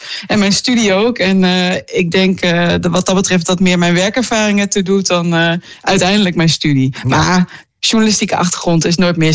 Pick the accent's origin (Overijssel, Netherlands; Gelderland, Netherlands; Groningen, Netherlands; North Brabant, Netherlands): Groningen, Netherlands; Veendam; born there; moved away as an adult; ik ben geboren in Veendam en gestudeerd in Groningen. Dus en het mooie is, we gaan ook weer terug naar Veendam om daar te gaan wonen.